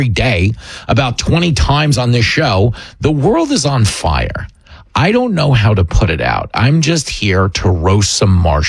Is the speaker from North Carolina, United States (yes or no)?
no; New York, United States; It's funny because I grew up in New York believing that the rest of the country wished they were doing what I was doing.